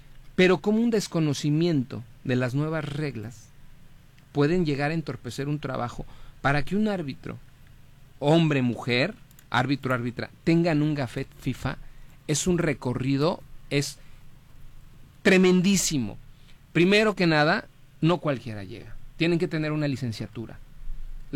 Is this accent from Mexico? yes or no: yes; Mexico; Entonces, de verdad que es triste que como mexicanos estemos realmente echando para atrás lo que deberíamos de empujar hacia adelante.